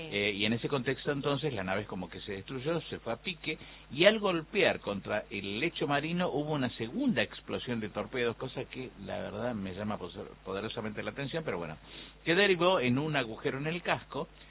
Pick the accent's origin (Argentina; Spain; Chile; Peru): Argentina; nos enorgullece como argentinos